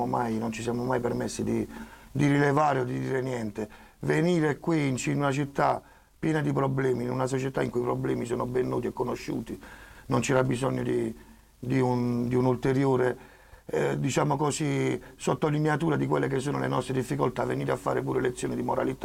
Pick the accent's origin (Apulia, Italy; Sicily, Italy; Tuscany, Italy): Apulia, Italy; Taranto; Io sono tarantino, tante generazioni